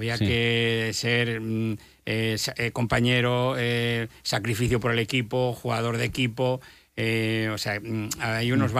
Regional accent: Castile and León, Spain; yo especialmente, que me considero leonés de verdad

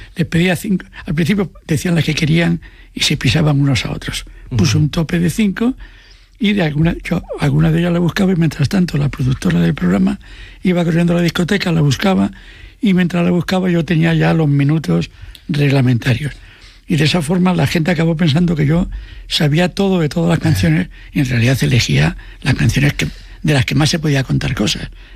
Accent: Asturias, Spain; Como yo soy asturiano, digo, ¿de dónde?

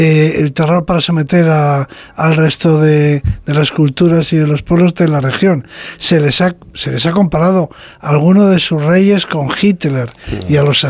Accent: Spain; Me confirma en lo que siempre he pensado, de que somos los españoles

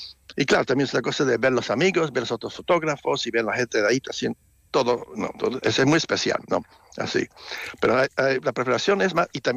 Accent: Puerto Rico; moved away; Yo fui criado en Puerto Rico, ahí tenían fiestas patronales, y para mí, como no vivo en un sitio que tiene fiestas así

